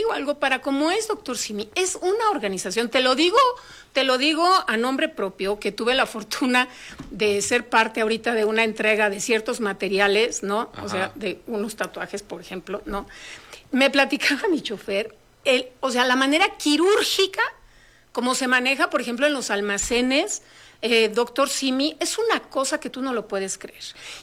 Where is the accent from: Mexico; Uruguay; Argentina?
Mexico; a mí como mexicana me llena de orgullo, ¿no?